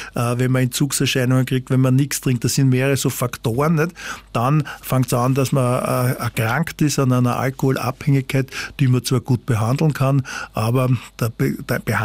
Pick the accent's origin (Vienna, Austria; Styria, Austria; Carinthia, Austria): Vienna, Austria; ich komme aus Grinzing, aus Wien